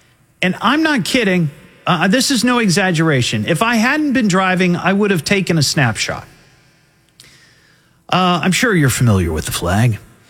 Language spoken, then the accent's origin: English; Beaver Creek, United States; in Beaver Creek. I did this last year, and I'd like to make this an annual tradition because that's my hometown